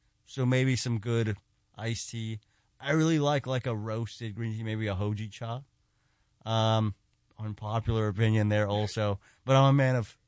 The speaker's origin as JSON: {"language": "English", "town": "Queens", "region": "New York", "country": "United States", "tie": "born or raised there", "said": "It was awesome. So both my parents are immigrants from Eastern Europe. My mom is from Ukraine. My dad is from former Yugoslavia, Serbia, but like Romanian heritage before that."}